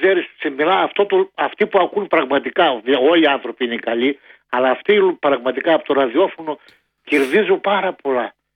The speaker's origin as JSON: {"language": "Greek", "region": "Eastern Macedonia and Thrace", "country": "Greece", "tie": "born or raised there", "said": "το χωριό μου είναι 6 χιλιόμετρα, είναι δίπλα στη Δράμα."}